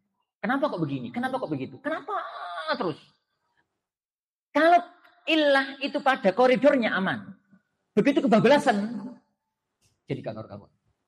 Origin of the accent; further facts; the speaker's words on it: Java, Indonesia; Kita tuh orang Jawa ya, Wan.